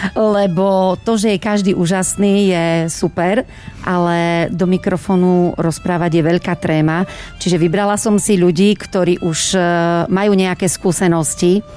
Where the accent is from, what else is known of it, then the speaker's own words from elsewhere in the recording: Dlhé Klčovo, Prešov Region, Slovakia; veď srdcu najmilšia je moja rodná dedina. Čiže táto dedina je mi najmilšia, títo ľudia sú mi najmilší, ja s nimi trávim každý deň